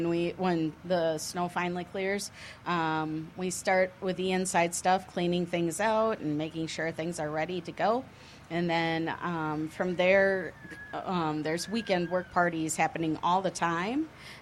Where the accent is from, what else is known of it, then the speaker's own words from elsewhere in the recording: Oshkosh, Wisconsin, United States; I am from Oshkosh, Wisconsin, born and raised here, about 5 minutes away from the airport my entire life.